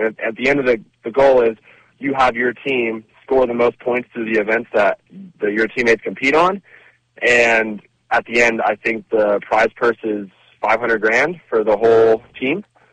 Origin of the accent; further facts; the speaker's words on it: New Jersey, United States; now in California, United States; I mean, I'm actually from New Jersey, but I've made my career out here in California.